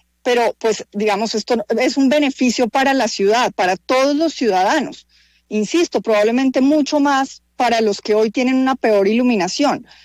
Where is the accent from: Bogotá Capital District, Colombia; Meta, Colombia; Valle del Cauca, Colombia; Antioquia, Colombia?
Bogotá Capital District, Colombia; Bogotá; somos los bogotanos los que contratamos un servicio.